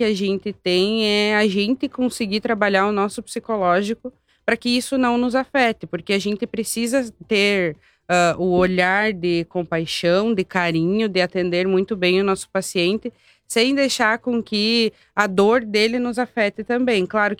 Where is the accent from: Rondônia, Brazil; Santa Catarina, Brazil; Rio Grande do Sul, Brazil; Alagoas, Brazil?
Santa Catarina, Brazil; moved away as an adult; Do norte de Santa Catarina, pra trabalhar no hospital aqui